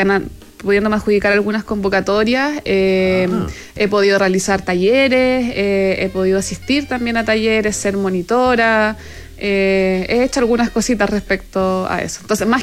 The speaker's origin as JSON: {"language": "Spanish", "town": "Puerto Montt", "region": "Los Lagos", "country": "Chile", "tie": "born there", "also_born_or_lived": "Santiago", "moved": "yes", "lives_now": "Valdivia, Chile", "said": "Puerto Montt, porque también tengo una historia personal de infancia en Puerto Montt. Valdivia, porque es mi ciudad natal hoy en día, donde vivo. Y Santiago, porque también tiene parte de mi historia."}